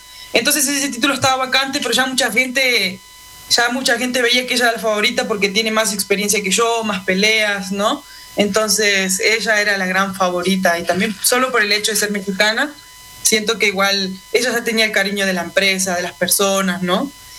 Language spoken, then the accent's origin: Spanish; Uruguay; Soy la primera uruguaya en ganar en Lux, en pelear en Lux